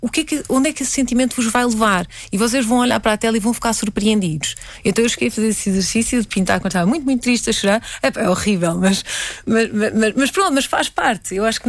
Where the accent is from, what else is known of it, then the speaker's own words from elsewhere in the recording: Lisbon, Portugal; moved away as an adult; now in London, United Kingdom; sou portuguesa, sou de Lisboa.